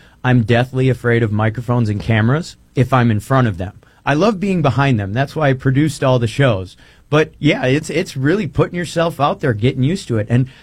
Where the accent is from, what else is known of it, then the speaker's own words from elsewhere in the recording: Land O'Lakes, Wisconsin, United States; also born or lived in Wausau, Wisconsin; I was from Land O'Lakes. We even were way, way up north at the same time.